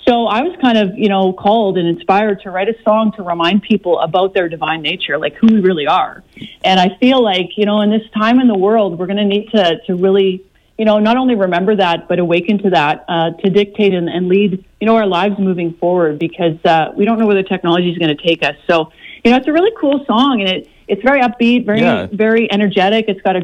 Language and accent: English; Lancer, Saskatchewan, Canada; I was a country girl at heart, a prairie girl. I grew up actually in the southwest corner of Saskatchewan near a town called Lancer.